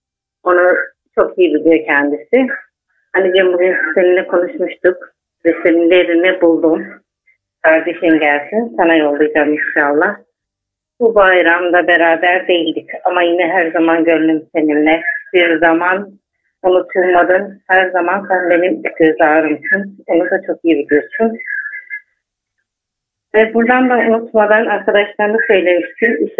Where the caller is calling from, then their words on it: Istanbul, Turkey; İstanbul'dan arıyorum.